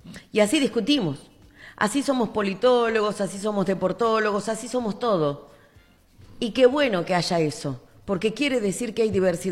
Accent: Argentina; Somos argentinos

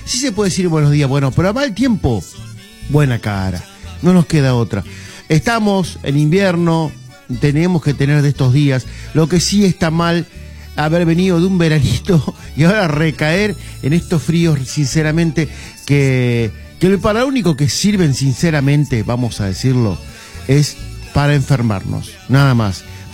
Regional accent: Puerto Gaboto, Santa Fe, Argentina; este pequeño Edén que tenemos los gaboteros, ¿no? Y todos aquellos que se vienen a fincar aquí a Puerto Gaboto. Este pequeño Edén que tenemos acá a la orilla del río Coronda y el río Carcarañá

